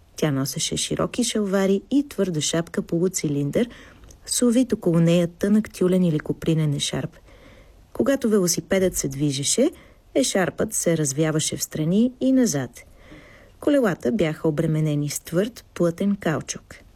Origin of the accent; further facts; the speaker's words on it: Sofia, Sofia City, Bulgaria; Четем спомените на Райна Костенцева от моя роден град София.